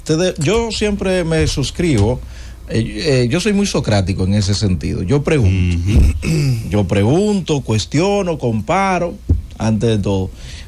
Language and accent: Spanish; Dominican Republic; como dominicanos, todos tenemos derecho a protestar